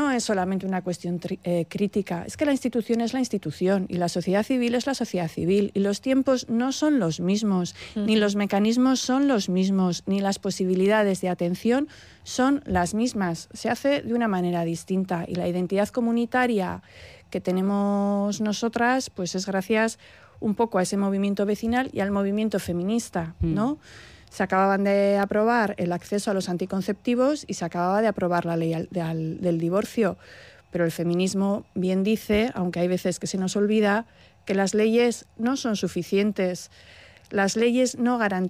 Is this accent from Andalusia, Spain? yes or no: no; Bilbao, Basque Country, Spain; somos muy de Bilbao, somos más de Bilbao que el Guggenheim.